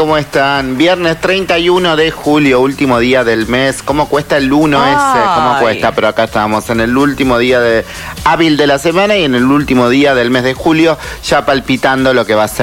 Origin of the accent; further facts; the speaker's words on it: Argentina; nosotros como argentinos